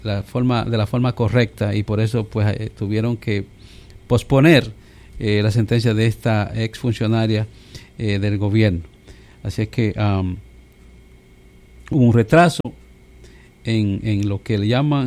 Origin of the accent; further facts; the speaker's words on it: Dominican Republic; en nuestro país y en todas partes, en República Dominicana